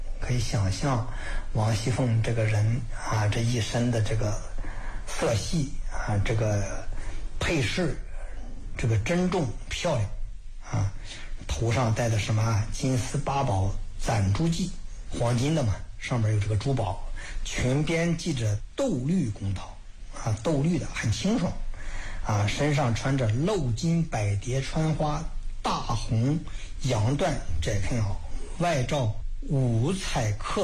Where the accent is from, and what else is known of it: China